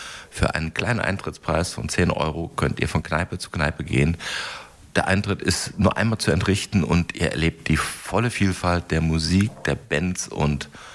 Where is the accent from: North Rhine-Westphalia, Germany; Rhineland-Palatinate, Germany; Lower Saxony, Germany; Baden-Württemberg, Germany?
North Rhine-Westphalia, Germany; Neuss; Neuss ist meine Heimatstadt.